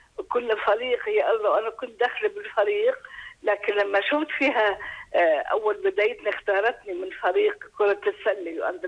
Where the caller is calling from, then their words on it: Amman, Amman Governorate, Jordan; أنا من عمان